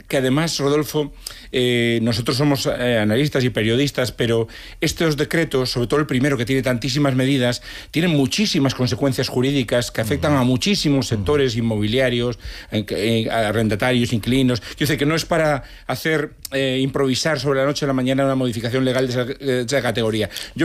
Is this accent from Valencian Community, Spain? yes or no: no; Ferrol, Galicia, Spain; Sí, además somos medio de Ferrol los dos. Bueno, que él nació en Vigo